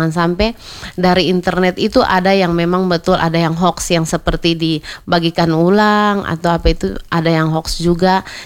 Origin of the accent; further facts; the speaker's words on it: East Nusa Tenggara, Indonesia; kita orang NTT rasa malunya tinggi.